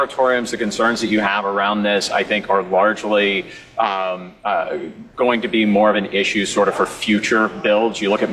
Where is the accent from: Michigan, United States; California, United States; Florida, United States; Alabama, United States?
Alabama, United States; my home state of Alabama.